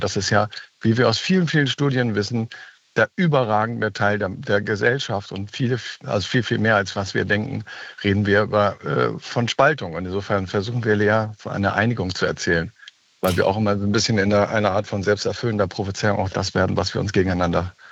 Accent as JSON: {"language": "German", "region": "West Germany", "country": "Germany", "tie": "born or raised there", "said": "ich bin ja im Westen aufgewachsen."}